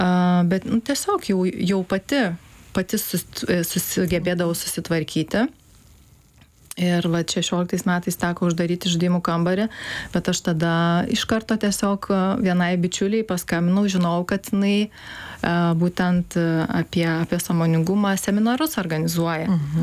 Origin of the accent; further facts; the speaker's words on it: Panevėžys, Panevėžys County, Lithuania; Taip, aš iš Panevėžio.